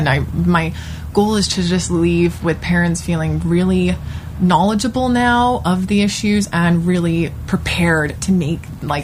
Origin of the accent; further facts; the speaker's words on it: Hong Kong; growing up in Hong Kong